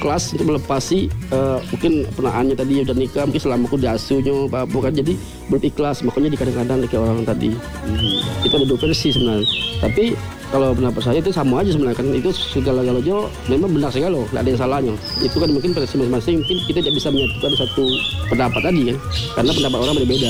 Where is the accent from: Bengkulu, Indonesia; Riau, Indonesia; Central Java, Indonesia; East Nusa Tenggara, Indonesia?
Bengkulu, Indonesia; Harusnya kita orang Bengkulu lebih mencintai dulu daripada orang lain